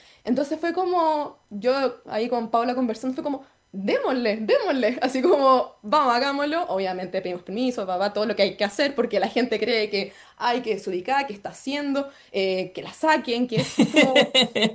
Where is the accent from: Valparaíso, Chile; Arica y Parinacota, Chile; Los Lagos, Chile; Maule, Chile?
Los Lagos, Chile; Castro; yo soy de Castro